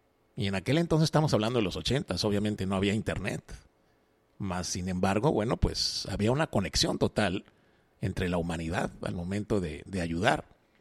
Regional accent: Monterrey, Nuevo León, Mexico; moved away as an adult; now in Los Mochis, Mexico; directamente de Monterrey, Nuevo León, ya con 9 años viviendo aquí en Los Mochis, ya con papeles sinaloenses, ya con la green card, obviamente sellada y oficializada de que ya soy también ciudadano sinaloense, pero soy regio.

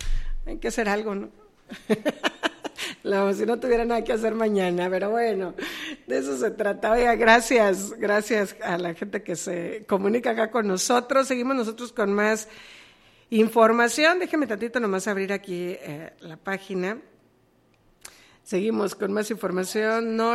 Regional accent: Mexico; Pero a nosotros se nos durmió como mexicanos en su momento con Hugo Chávez.

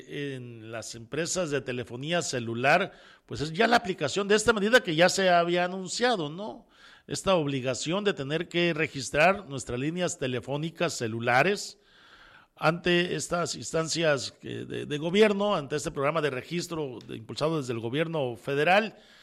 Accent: Mexico

